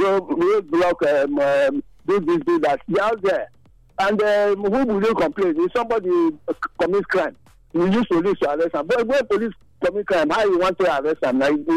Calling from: Nigeria; I'm calling from Ebosa Community.

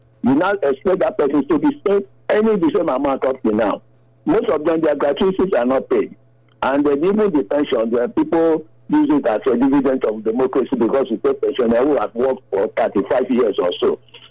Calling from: Nigeria; I'm calling from Mugbesa community.

